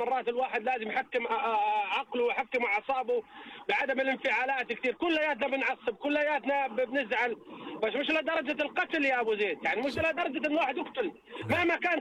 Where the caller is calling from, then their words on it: Jordan; عندنا بالأردن